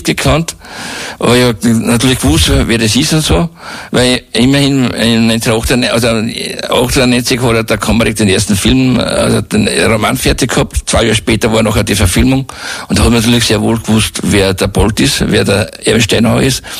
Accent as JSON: {"language": "German", "town": "Untermarkersdorf", "region": "Lower Austria", "country": "Austria", "tie": "born or raised there", "also_born_or_lived": "Hadres", "lives_now": "Seefeld-Kadolz, Austria", "said": "ich bin geboren bin ich in Untermackersdorf aufgewachsen, in Hagsdorf und jetzt in Seefeld. Also gehört das ganze Pulkertal kennen wir."}